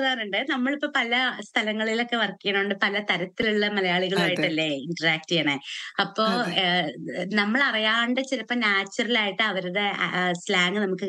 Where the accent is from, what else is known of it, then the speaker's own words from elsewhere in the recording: Ottapalam, Kerala, India; accent: Valluvanadan; moved away; ഞാന് പാലക്കാടാണ്. പാലക്കാട് എന്ന് പറയുമ്പോ പ്രോപ്പർ പാലക്കാടല്ല, മറ്റേ പാലക്കാട് തന്നെ പല തരത്തിലും സ്ലാങ്സ് ഉണ്ട്.